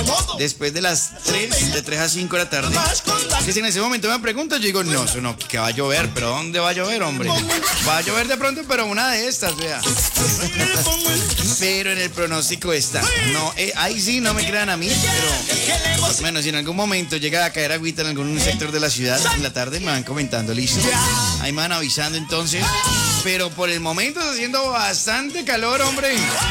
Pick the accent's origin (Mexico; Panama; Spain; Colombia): Colombia; porque el otro tenemos un compromiso como ciudadanos, como colombianos.